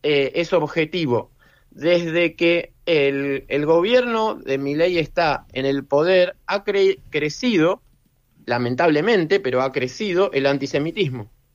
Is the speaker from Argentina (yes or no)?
yes; Argentina; yo mismo voy a responder como argentino